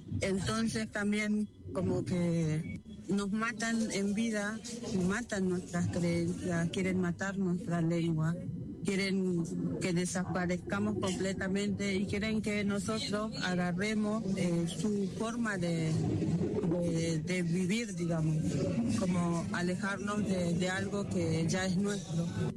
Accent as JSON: {"language": "Spanish", "town": "Rosario", "region": "Santa Fe", "country": "Argentina", "said": "vengo de Rosario, soy de la comunidad Qom."}